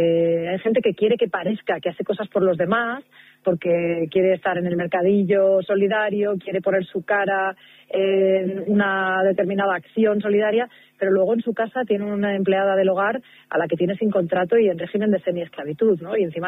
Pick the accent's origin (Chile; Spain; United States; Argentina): Spain; Barcelona, Catalonia; moved away as an adult; now in Madrid, Spain